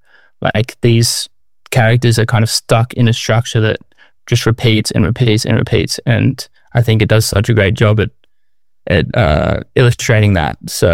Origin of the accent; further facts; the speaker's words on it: Australia; moved away as an adult; now in Paris, France; I'm from Australia. I've been in Paris since January, just on a year-long working holiday visa.